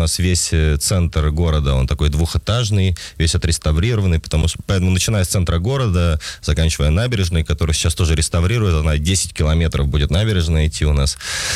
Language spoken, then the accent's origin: Russian; Kostroma, Kostroma Oblast, Russia; у нас строится стадион «Спартак», Костромской «Спартак»